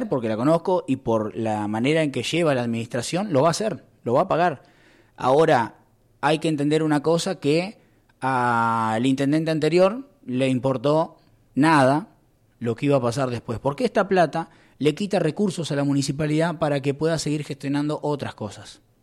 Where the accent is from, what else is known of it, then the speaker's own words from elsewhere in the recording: Sierra Colorada, Río Negro, Argentina; Tanto que me canso de hablar de mi pueblo, mi querido Sierra Colorada y qué sé yo cuántas cosas más